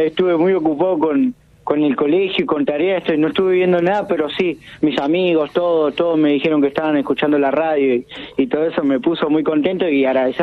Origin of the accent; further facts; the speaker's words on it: El Cuadrado, Santiago del Estero, Argentina; born there; Somos de un barrio El Cuadrado, te aviso. Yo encima yo nací en El Cuadrado, Santiago del Estero